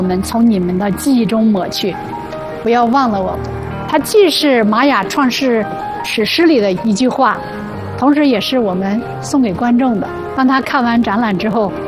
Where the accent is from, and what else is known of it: China